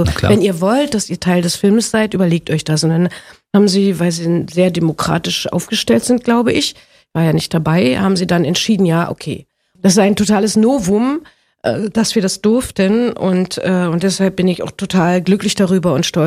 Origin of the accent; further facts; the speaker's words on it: Berlin, Germany; Ich komme aus der Gegend, für mich ist Union vertraut, für mich ist es Heimat.